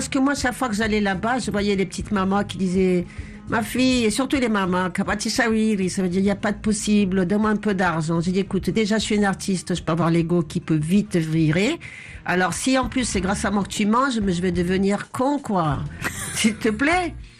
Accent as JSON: {"language": "French", "town": "Moroni", "region": "Grande Comore", "country": "Comoros", "tie": "born there", "said": "je suis né à Moroni."}